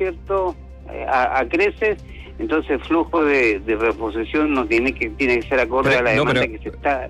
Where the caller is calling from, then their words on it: Coquimbo, Chile; por acá lo llamo desde la región de Coquimbo